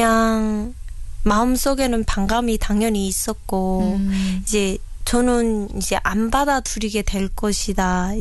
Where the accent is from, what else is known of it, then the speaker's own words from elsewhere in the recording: North Pyongan, North Korea; now in South Korea; 남한종착 7개월 차 평안북도에서 온